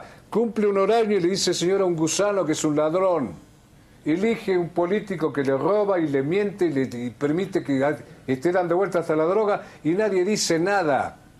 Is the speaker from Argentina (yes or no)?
yes; Argentina; moved away as an adult; Yo no me quedé nunca en un lugar. Pero primero yo no salí como exiliado de Argentina, yo salí a conocer el mundo.